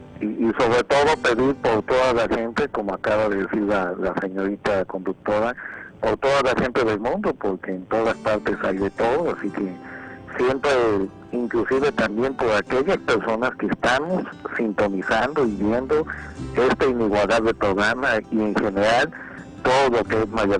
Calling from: Veracruz, Mexico; ahí vamos como buenos veracruzanos.

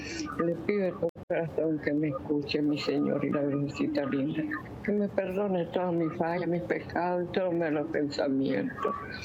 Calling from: Estelí, Nicaragua; Llamo de Nicaragua, Estelí.

